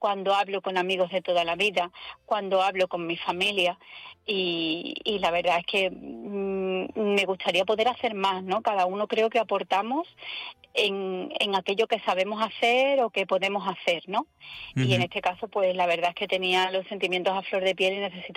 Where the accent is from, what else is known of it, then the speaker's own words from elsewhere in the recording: Ceuta, Spain; now in Seville, Spain; hacia Ceuta, puesto que yo soy de allí y me crié allí y mi familia sigue allí, y entonces tengo una vinculación desde siempre con la ciudad, y es una ciudad a la que amo, y por circunstancias no puedo vivir allí